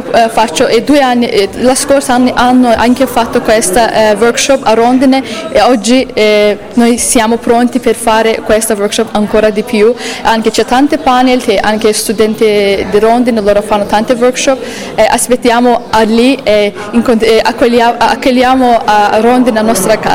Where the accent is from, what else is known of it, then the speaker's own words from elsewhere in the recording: Azerbaijan; Italian is a second language; moved away as an adult; now in Italy; vengo dall'Azerbaijan e sono studentessa di Warehouse Program di Rondine, Città della Pace, e sto finendo questo programma. Quindi già 2 anni passati io ho passato qua in Italia